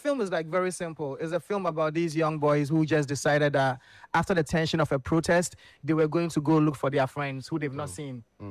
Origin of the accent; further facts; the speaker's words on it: Burkina Faso; first language French; English is a second language; also born or lived in Accra, Ghana; now in Ghana; I wasn't born in Burkina Faso. I was born in Accra, I grew up in Burkina Faso.